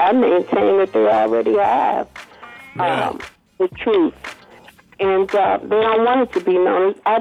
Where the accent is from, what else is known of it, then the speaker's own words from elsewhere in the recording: Mississippi, United States; now in Washington, D.C., United States; although I've been in the DMV area for nearly 50 years, I was born and raised down there and still have a large number of extended family members who live there.